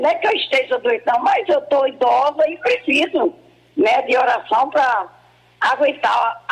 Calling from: Recife, Pernambuco, Brazil; eu sou daqui de Recife

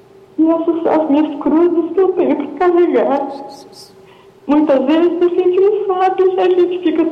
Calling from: Nova Canaã do Norte, Mato Grosso, Brazil; Sim, eu falo de Nova Canaã, do Norte, Mato Grosso.

